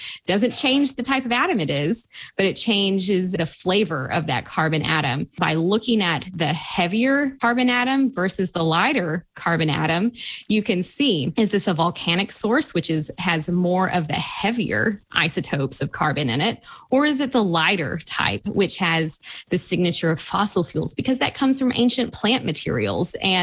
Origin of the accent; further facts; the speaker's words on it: Tennessee, United States; growing up in East Tennessee